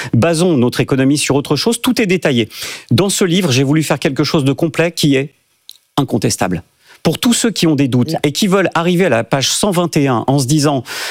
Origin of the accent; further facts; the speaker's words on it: France; Vous savez, je suis français, je suis comme tout le monde, je vois l'état de la dette